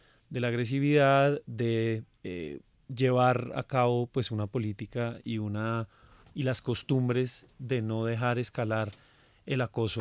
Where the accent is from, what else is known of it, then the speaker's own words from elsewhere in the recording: Cajicá, Cundinamarca, Colombia; born there; mi apellido es holandés, yo nací aquí